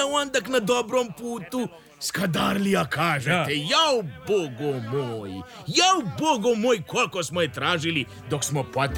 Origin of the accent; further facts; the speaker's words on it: Iđoš, Vojvodina, Serbia; Ja sam iz Iđoša.